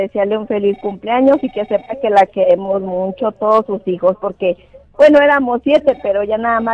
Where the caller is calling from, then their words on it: La Zacatecana, Zacatecas, Mexico; de aquí de la Zacatecana, soy hija de la señora Chata